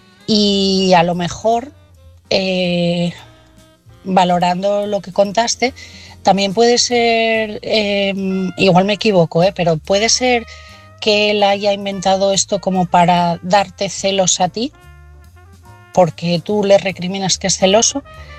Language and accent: Spanish; Asturias, Spain; de Asturias y mi mensaje esta noche es para Loli.